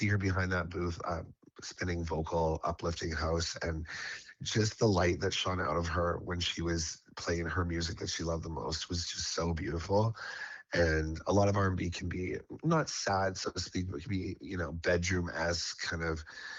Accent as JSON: {"language": "English", "town": "North Vancouver", "region": "British Columbia", "country": "Canada", "tie": "born or raised there", "said": "Being a proud Vancouverite, I grew up in North Vancouver downtown, and I think that I was also blessed with such an easy coming out story."}